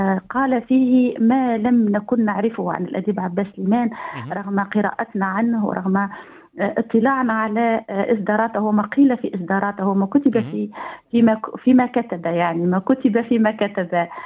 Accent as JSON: {"language": "Arabic", "town": "Gafsa", "region": "Gafsa Governorate", "country": "Tunisia", "said": "لأن عندنا في قفصة ما شاء الله مواهب وعندنا أدباء كبار"}